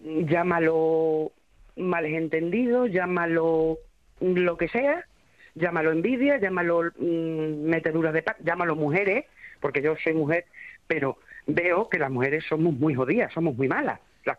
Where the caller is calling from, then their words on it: Extremadura, Spain; somos tres chicas de Mérida, o sea, tres chicas de Badajoz y una de Mérida.